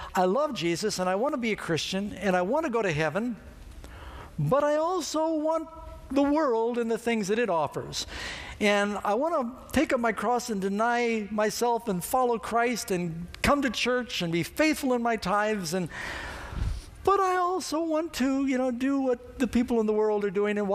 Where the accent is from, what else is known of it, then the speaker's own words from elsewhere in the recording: California, United States; I'm from California. We eat Mexican food.